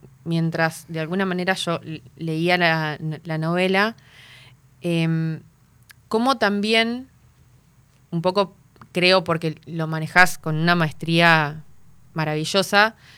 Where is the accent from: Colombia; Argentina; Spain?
Argentina; Paraná, Entre Ríos; born there; nací en Paraná, soy argentina, pero también soy nieta de esa abuela que me contaba con orgullo que ella era de los alemanes del Volga